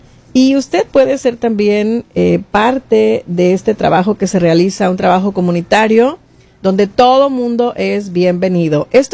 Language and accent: Spanish; Colima, Mexico; yo soy de Colima